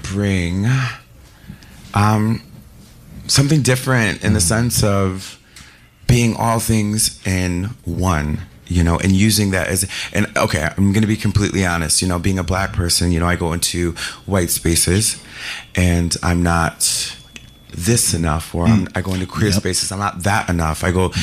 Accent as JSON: {"language": "English", "town": "Rochester", "region": "New York", "country": "United States", "lives_now": "Brooklyn, United States", "said": "I'm from Rochester, right? I'm from upstate New York. I know, gag the girls."}